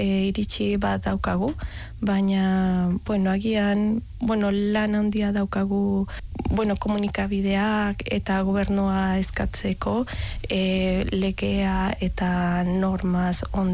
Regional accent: Bogotá, Bogotá Capital District, Colombia; born there; Basque is a second language; Ni irian, Bogota jaio nintzen, bai.

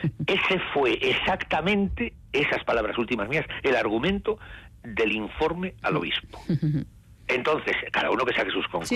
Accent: Orozco, Basque Country, Spain; Este ejemplo que os he puesto de las monjas mercedarias de Orozco, de mi pueblo, es el ejemplo con el que quiero quedarme.

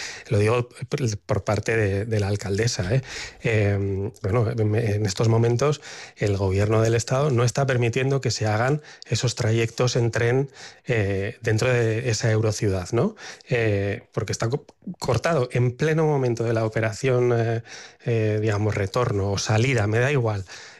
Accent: San Sebastián, Basque Country, Spain; now in Madrid, Spain; soy de Donosti.

